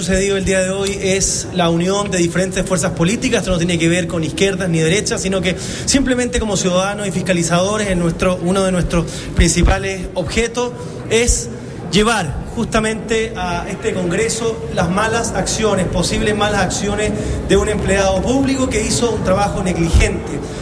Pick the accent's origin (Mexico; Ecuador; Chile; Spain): Chile; la gran responsabilidad de lo que hoy día estamos viviendo como chilenos